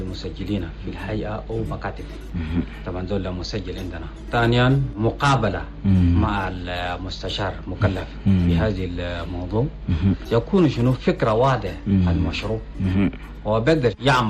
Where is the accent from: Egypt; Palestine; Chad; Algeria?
Chad; عندنا في تشاد